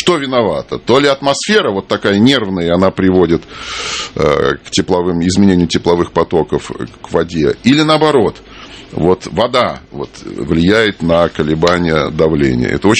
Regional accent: Moscow, Russia; Мое детство прошло в Москве. Я прожил свое детство в доме, который сейчас занимает музей Шилова на Знаменке.

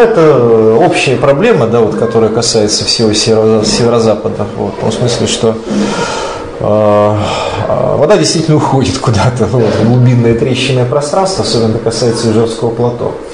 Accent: Lodeynoye Pole, Leningrad Oblast, Russia; я сам уроженец Ладейного

